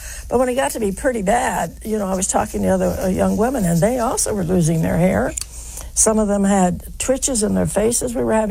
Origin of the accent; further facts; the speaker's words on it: West Virginia, United States; born there; And I said, well, I was born in West Virginia